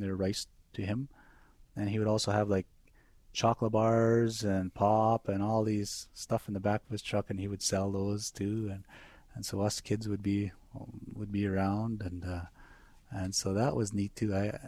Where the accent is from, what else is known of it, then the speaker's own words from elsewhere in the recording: Kenora, Ontario, Canada; I'm from Kenora, Ontario. That's northwestern Ontario. I come from an Ojibwe reserve. The reserve name used to be Washagamis Bay and is now called Oboshkondagong. I grew up right by the lake